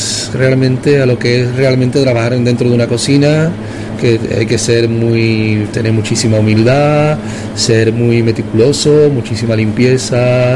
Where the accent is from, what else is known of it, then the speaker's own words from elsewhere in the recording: Cádiz, Andalusia, Spain; born there; moved away as an adult; also born or lived in Seville / San Sebastián / Germany / Paris; now in Vitoria-Gasteiz, Spain; yo nací en Cádiz, luego estudié en Sevilla, estuve un tiempo aquí en el norte, en San Sebastián, y luego está estudiando también el Basque Culinary Center, pero bueno, mis últimos años he estado siempre en Europa trabajando desde Alemania, París